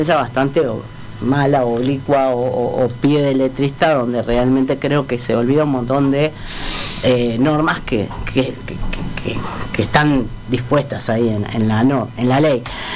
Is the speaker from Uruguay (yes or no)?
yes; Uruguay; O sea, pierde credibilidad, y eso a mí me preocupa como uruguayo.